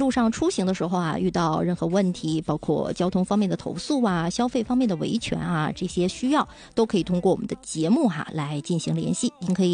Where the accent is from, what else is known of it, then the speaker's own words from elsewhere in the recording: Dalian, Liaoning, China; 我们大连，虽然我们很爱我们的家乡，爱我们这个城市